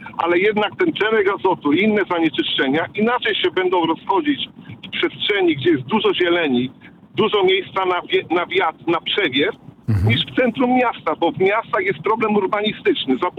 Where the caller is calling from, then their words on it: Wrocław, Lower Silesian Voivodeship, Poland; Jestem z Wrocławia, tak pan słusznie wskazał na samym początku.